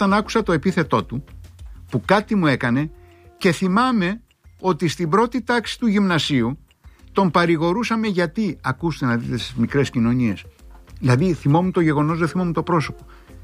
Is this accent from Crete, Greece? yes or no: yes; Crete, Greece; Εγώ η αλήθεια είναι ότι έκανα πολλά διαστήματα μεγάλα που δεν πήγα στο χωριό μου. Δεν υπάρχει χειρότερο πράγμα. Να μην γνωρίζεις ανθρώπους που μεγάλωσες μαζί.